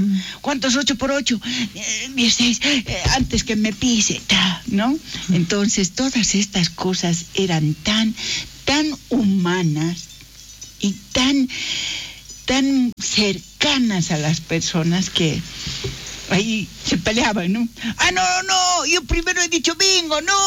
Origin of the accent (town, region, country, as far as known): Bolivia